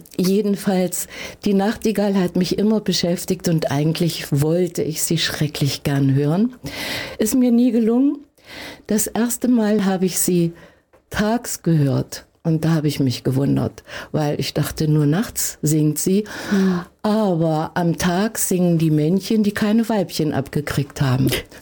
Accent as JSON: {"language": "German", "town": "Heiligenstadt", "region": "Thuringia", "country": "Germany", "tie": "born there", "lives_now": "Lengenfeld, Germany", "said": "Ich bin in Heiligenstadt geboren, also nicht weit von hier, und vor etwa 30 Jahren nach Lengenfeld gezogen"}